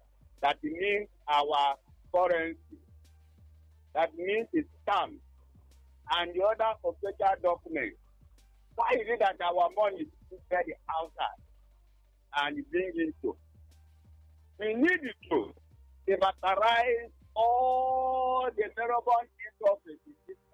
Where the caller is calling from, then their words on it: Nigeria; I'm calling from Soko